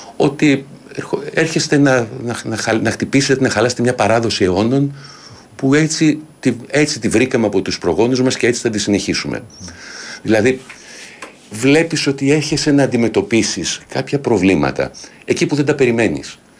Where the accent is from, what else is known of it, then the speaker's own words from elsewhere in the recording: Nafplio, Peloponnese, Greece; moved away as an adult; now in Athens, Greece; Εκεί μεγάλωσα, δεν γεννήθηκα εκεί, εκεί μεγάλωσα. Είναι ένας τόπος ο οποίος με σημάδεψε, το κουβαλάω μαζί μου και θεωρώ τον εαυτό μου τυχερό που μεγάλωσε μια τόσο όμορφη πόλη δίπλα στη θάλασσα, δίπλα και μέσα στην ιστορία